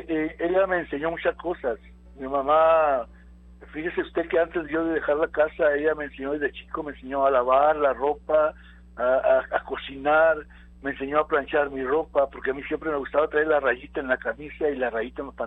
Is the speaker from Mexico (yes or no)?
yes; Guadalajara, Jalisco, Mexico; also born or lived in Gómez Palacio, Durango; Yo nací en Gómez Palacio, Durango, ahí en Durango nací yo, y después de un tiempo mi papá nos llevó para vivir allá en Guadalajara, allá por el sector Libertad